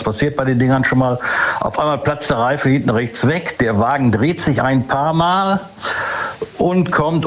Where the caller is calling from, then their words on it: Gelsenkirchen, North Rhine-Westphalia, Germany; Buhr, Gelsenkirchen.